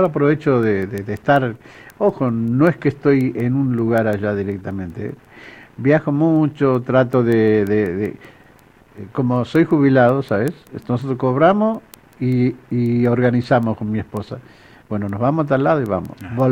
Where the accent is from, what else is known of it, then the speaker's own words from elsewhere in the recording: Santiago del Estero, Argentina; soy de Santiago